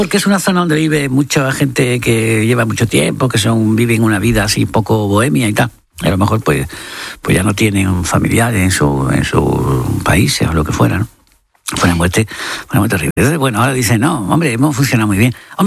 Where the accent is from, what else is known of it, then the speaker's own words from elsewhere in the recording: Marchena, Andalusia, Spain; aparte de mi pueblo, de Marchena, etc.